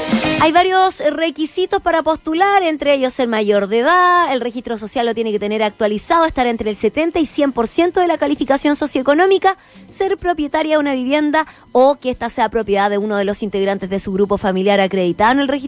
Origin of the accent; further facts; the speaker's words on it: Araucanía, Chile; Yo soy de la Araucanía.